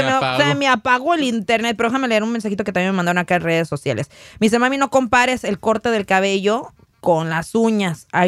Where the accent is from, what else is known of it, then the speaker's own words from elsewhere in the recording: Mexico; Aquí sí somos mexicanos.